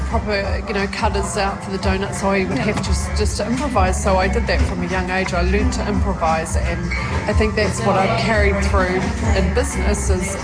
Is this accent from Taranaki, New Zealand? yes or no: yes; Waitara, Taranaki, New Zealand